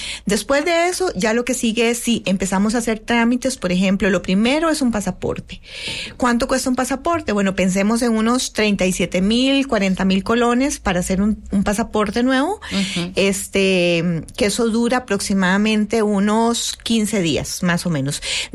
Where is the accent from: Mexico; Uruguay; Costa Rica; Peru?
Costa Rica; A Europa, como ticos, como costarricenses, no ocupamos visas, entonces simplemente ocupamos el pasaporte.